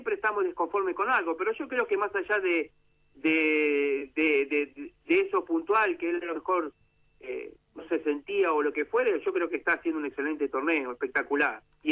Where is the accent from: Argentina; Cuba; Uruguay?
Argentina; Como argentinos nunca estamos conformes